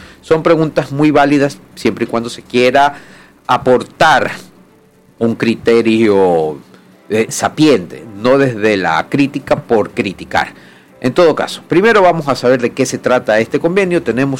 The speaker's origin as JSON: {"language": "Spanish", "country": "Ecuador"}